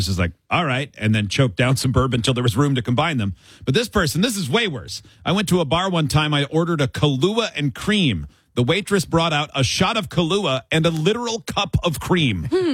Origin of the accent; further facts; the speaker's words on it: Michigan, United States; went back and visited my hometown in Northern Michigan for a day before Thanksgiving bar night.